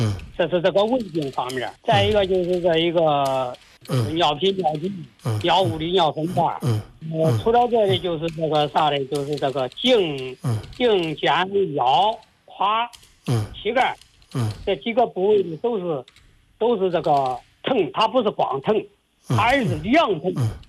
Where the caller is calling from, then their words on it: Zhumadian, Henan, China; 我是这个河南省祖墨店地区，我今年68岁了。